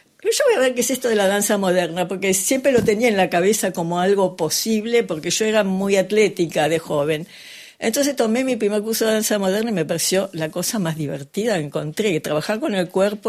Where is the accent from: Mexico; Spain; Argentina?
Argentina; moved away as an adult; como argentina recién llegada.